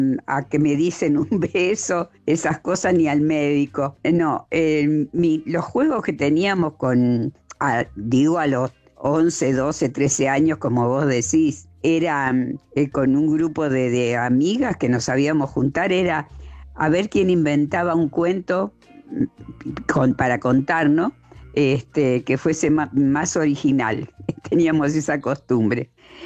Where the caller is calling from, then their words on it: Rosario, Santa Fe, Argentina; de Rosario